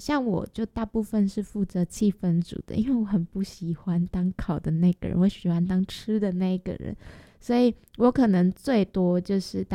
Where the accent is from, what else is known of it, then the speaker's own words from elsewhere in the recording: Taiwan; 我们台湾人